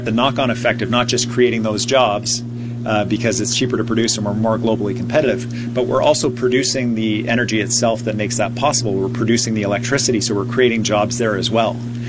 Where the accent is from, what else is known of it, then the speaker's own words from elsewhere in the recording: British Columbia, Canada; significant in terms of the economic impact for Americans and for Canadians, and we benefit from it as British Columbians.